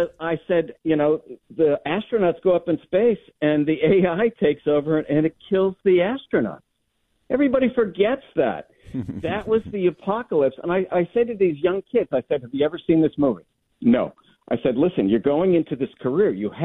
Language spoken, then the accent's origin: English; Fairfield, Connecticut, United States; now in Massachusetts, United States; I came from Connecticut. It used to be an R.